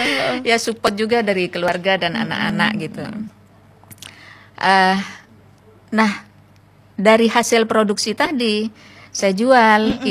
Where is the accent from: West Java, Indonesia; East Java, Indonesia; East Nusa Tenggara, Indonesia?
East Java, Indonesia; Pamekasan; now in Sumenep, Indonesia; saya asli Pamekasan.